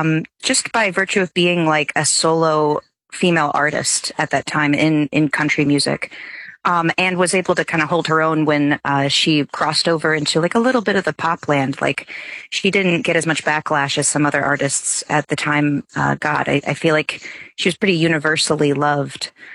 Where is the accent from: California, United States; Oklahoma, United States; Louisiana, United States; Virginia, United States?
Virginia, United States; moved away; I grew up in Virginia, like down the mountain from her, if you will.